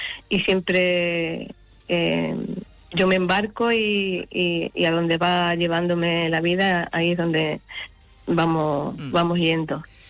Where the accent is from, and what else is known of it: Andalusia, Spain